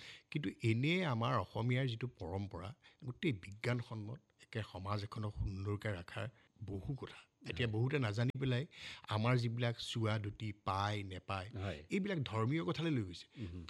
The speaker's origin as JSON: {"language": "Assamese", "town": "Henchua", "region": "Assam", "country": "India", "tie": "born or raised there", "said": "কিন্তু আমাৰ এই ঘৰখনেই হেনচুৱাই মোৰ শৈশৱৰ। আমাৰ তাতেই পৰিয়ালৰ প্ৰায়খিনি মানুহে তাতেই জন্ম হওঁ যদি নাথাকক, সেইকাৰণে হেনচুৱাখন মোৰ একেবাৰে জন্মস্থান আৰু।"}